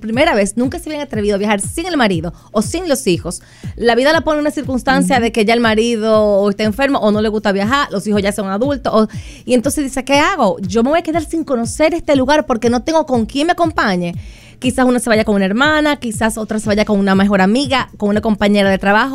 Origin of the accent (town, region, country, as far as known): Dominican Republic